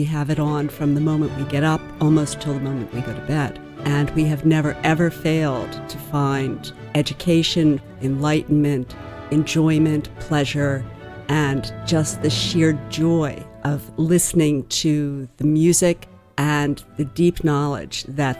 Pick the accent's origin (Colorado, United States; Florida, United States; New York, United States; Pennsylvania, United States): Pennsylvania, United States; Langhorne; We're from Langhorne, PA